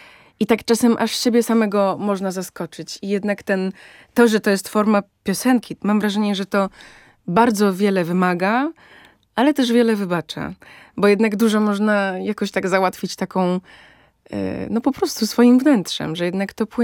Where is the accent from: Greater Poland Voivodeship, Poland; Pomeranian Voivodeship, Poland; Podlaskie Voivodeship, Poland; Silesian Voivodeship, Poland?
Greater Poland Voivodeship, Poland; Szamotuły; moved away; Ja jestem z Szamotuł, z Wielkopolski. I Szamotuły rzeczywiście, mimo tego, że jest to niewielkie miasto